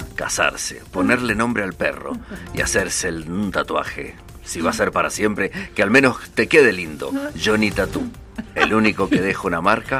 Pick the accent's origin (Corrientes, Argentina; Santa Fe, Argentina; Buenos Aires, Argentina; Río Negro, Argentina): Buenos Aires, Argentina; Estamos festejando exactamente acá. Nosotros somos de Buenos Aires y estamos festejando.